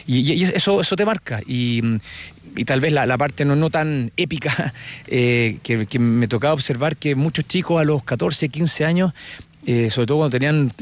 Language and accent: Spanish; Chile; Mira, bueno, yo soy chileno, como recién José lo mencionaba, ¿no?